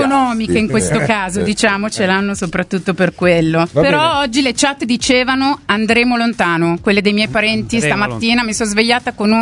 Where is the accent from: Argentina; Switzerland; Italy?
Switzerland; Io sono anche svizzera